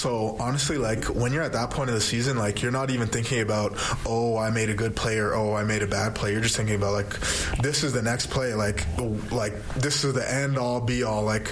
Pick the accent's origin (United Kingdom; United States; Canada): Canada; Brampton, Ontario; I got to bring it back to my hometown, and I got to bring it to the city of Brampton, and I got to bring it to my high school and my elementary school